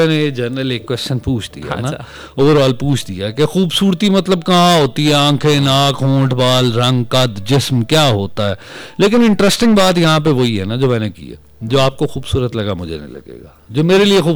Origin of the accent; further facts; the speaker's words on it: Lahore, Punjab, Pakistan; پاکستان کے لاہور سے ہوں میں, اور لاہور سے شو کر رہا ہوں میں